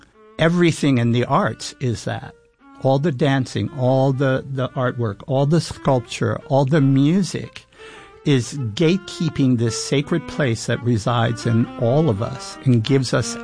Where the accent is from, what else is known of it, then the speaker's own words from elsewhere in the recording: New York City, New York, United States; now in Rochester, United States; And I'm from the South Bronx in New York City, and I come from poverty. I'm from the Fort Apache area in the Bronx, and was lucky to be able to leave there.